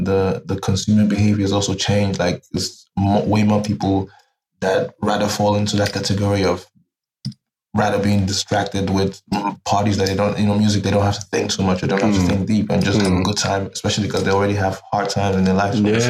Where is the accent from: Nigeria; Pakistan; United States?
Nigeria; Abuja, Federal Capital Territory; also born or lived in Lagos; now in Germany; I was born in Lagos, and eventually moved to Abuja with my family, my sister, and she worked at the Ministry of Foreign Affairs, and eventually she was posted to work in the Nigerian Embassy in Germany.